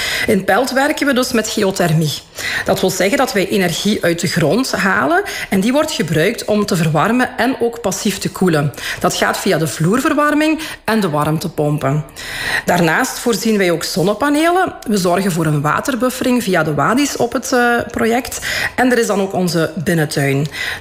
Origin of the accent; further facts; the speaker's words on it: Limburg, Belgium; born or raised there